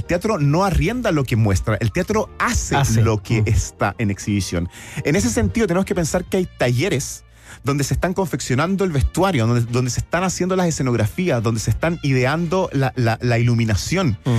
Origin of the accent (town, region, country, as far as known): Chile